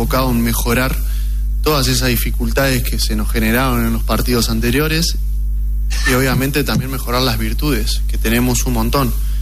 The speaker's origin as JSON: {"language": "Spanish", "country": "Uruguay"}